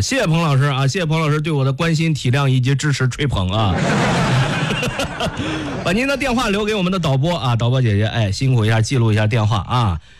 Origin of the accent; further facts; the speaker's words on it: Shandong, China; 像我老家是山东的，所以说从小我们这个礼数就特别的贵